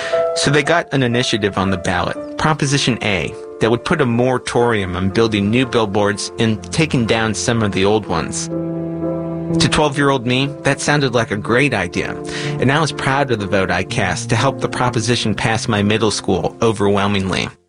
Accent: Columbia, Missouri, United States; 11 years ago, she moved back to Missouri, to my hometown, Columbia.

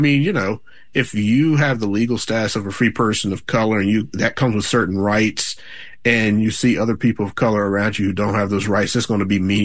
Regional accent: Virginia, United States; And you know, I grew up in Virginia as well, and so Civil War memory to some extent is all over the place in Virginia.

